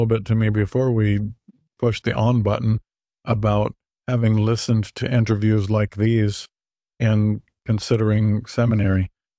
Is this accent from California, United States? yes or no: no; Camp Lejeune, North Carolina, United States; born there; I was born in Camp Lejeune